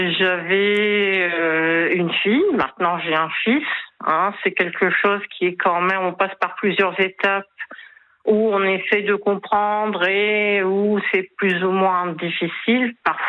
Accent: Hauts-de-France, France; nous sommes originaires des Hauts-de-France.

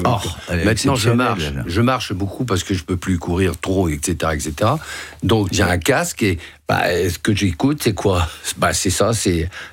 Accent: Paris, Île-de-France, France; Je suis petit et parisien. Mais j'ai habité le 14e, c'est qui était un arrondissement extraordinaire aussi.

